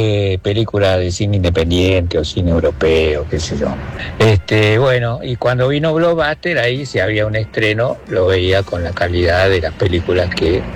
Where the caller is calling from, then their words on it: Buenos Aires, Argentina; de Parque Centenario.